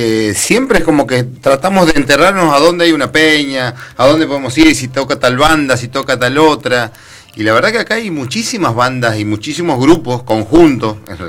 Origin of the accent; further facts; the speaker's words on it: Santiago del Estero, Argentina; moved away; que somos todos de Santiago del Estero, por lo menos mi familia toda de Santiago del Estero.